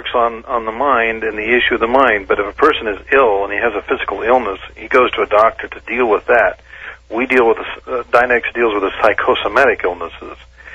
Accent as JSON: {"language": "English", "town": "Salt Lake City", "region": "Utah", "country": "United States", "tie": "born or raised there", "said": "By the way, that's my hometown. That's where I was born, was in Salt Lake City, Utah."}